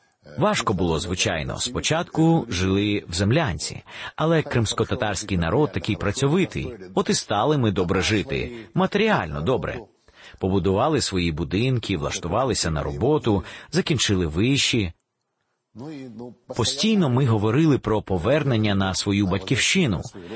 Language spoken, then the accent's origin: Ukrainian; Sukhumi, Abkhazia, Georgia; moved away as an adult; also born or lived in Uzbekistan / Crimea; now in Ukraine; Там моє дитинство проминуло. І школу, і музичне училище закінчив в Абхазії, в Сухумі.